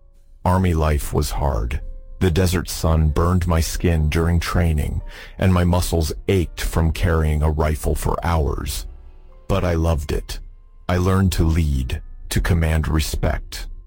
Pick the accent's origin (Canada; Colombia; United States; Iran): Iran; Bandar Bushehr, Bushehr Province; I was born in 1958 in Bandar Bushehr, a dusty port city by the Persian Gulf.